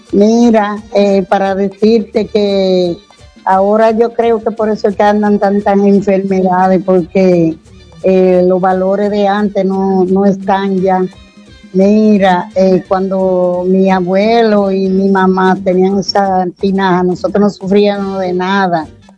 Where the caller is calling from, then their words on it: La Vega, Dominican Republic; yo soy de allá de La Vega, y como soy vegana